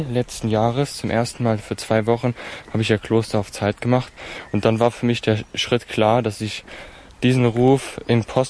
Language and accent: German; Schmelz, Saarland, Germany; also ich komme aus dem Saarland